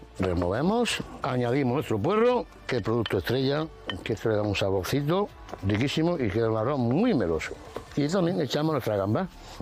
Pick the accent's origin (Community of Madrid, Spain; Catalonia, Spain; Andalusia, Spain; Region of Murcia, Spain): Andalusia, Spain; Jaén; now in Palomares, Spain; mi tierra de Jaén